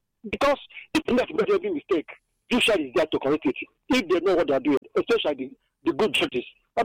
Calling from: Anambra, Nigeria; I come from Buka in Anambra State.

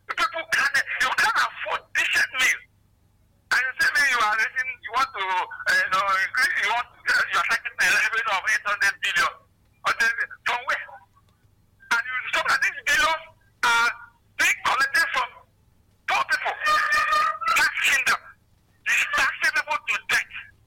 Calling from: Enugu, Enugu State, Nigeria; I'm calling from Enugu.

